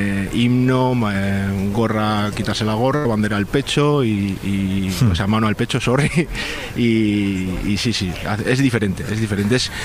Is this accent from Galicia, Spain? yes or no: no; Bilbao, Basque Country, Spain; moved away as an adult; now in Chattanooga, United States; Pues soy de Bilbao, vine aquí a trabajar a principios de año y aquí sigo